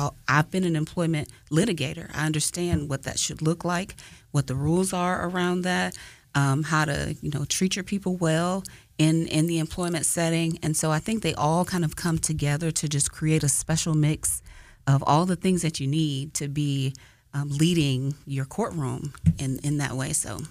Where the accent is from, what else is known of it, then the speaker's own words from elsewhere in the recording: Maryland, United States; moved away as an adult; also born or lived in Washington, D.C. / Alabama; now in Huntsville, United States; So I grew up in Maryland. My mother and my father are both natives of Alabama.